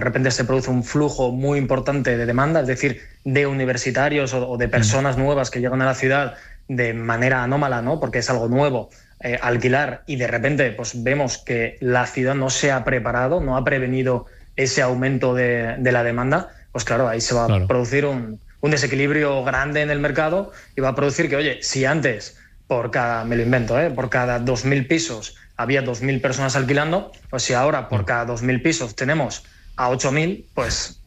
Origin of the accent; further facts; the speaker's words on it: Altea, Valencian Community, Spain; moved away as an adult; yo cuando empecé a estudiar, yo llegué de un pueblito de Alicante, de Altea, me fui a estudiar a Valencia